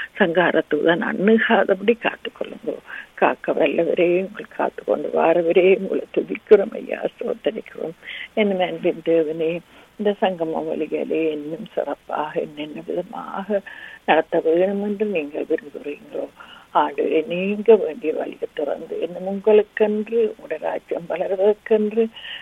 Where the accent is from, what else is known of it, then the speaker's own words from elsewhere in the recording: Sri Lanka; moved away; அந்த சிறிய நாங்கள் பிறந்து வளர்ந்த அந்த சிறிய தீவுக்காக